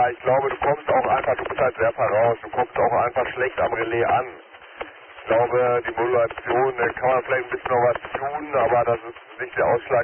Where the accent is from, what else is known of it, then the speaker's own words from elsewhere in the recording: North Rhine-Westphalia, Germany; ich komme ja wie gesagt aus der Nähe von Witten, wird jetzt wahrscheinlich nicht unbedingt ein Begriff sein. Das ist zwischen Bochum, Hagen und Dortmund.